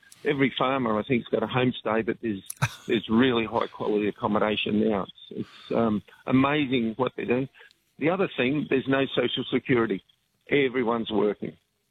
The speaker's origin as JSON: {"language": "English", "region": "New South Wales", "country": "Australia", "said": "No. I come from the Lower Darling, so I'm not local, but this is the fourth time I've ridden around Vietnam."}